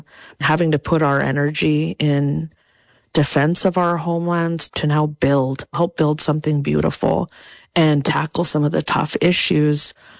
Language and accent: English; Clark's Point, Alaska, United States; my grandmother was Muntjoc when I was raised with her in Clark's Point in Bristol Bay.